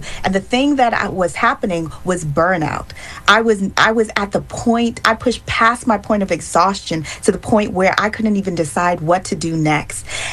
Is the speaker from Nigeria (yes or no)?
yes; Nigeria; now in United States; I'm also a Nigerian